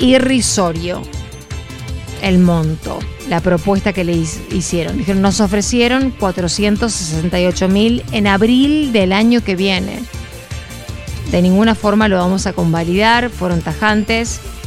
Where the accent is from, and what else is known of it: Argentina